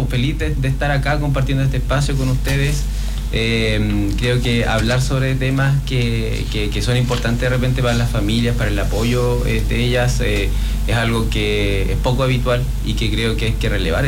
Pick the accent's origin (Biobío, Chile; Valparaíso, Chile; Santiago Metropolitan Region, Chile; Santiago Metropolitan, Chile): Biobío, Chile; Los Álamos; moved away as an adult; now in Patagonia, Chile; viviendo acá en la Patagonia. Yo soy oriundo del Biobío, sí. Llevo ya acá aproximadamente, voy a cumplir 8 años acá.